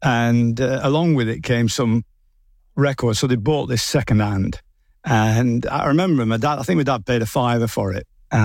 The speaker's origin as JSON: {"language": "English", "town": "Darwen", "region": "North West England", "country": "United Kingdom", "tie": "born or raised there", "said": "I was born in Darwen, as you would call it, Darren, if you're from there."}